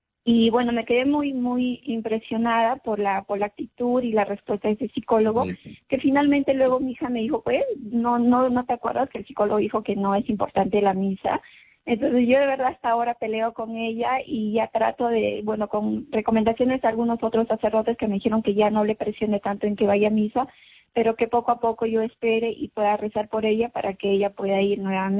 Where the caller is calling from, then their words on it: Abancay, Apurímac, Peru; le llamo desde Apurímac.